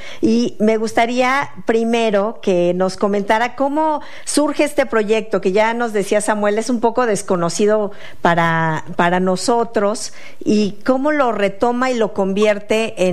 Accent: Mexico; moved away; los migrantes somos invasores, los mexicanos estamos pues en la lista negra del gobierno de los Estados Unidos

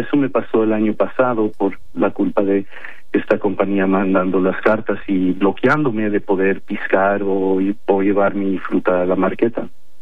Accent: Mexico; now in Reedley, United States; soy como cualquier otra persona, mexicano aquí en los Estados Unidos, y yo me considero muy orgullosamente americano

